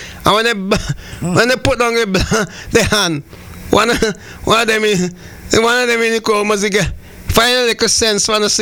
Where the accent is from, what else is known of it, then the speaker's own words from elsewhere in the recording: St. Vincent & Grenadines; moved away; my hometown in St. Vincent and the Grenadines.